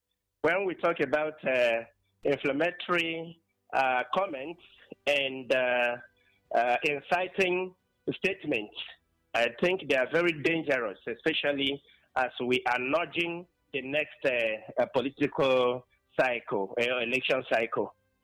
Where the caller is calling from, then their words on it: Borno, Nigeria; I'm calling in from Akeza, Borno State.